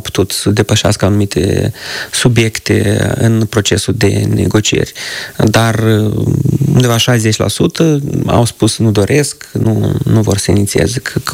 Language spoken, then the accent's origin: Romanian; Moldova; born there; Deci eu sunt născut și trăiesc în satul în care m-am născut.